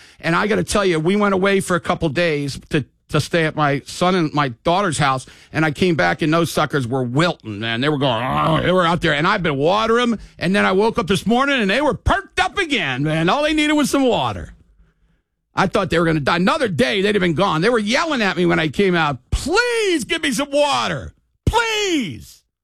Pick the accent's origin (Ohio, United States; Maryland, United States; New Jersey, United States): Maryland, United States; moved away; I come from Maryland.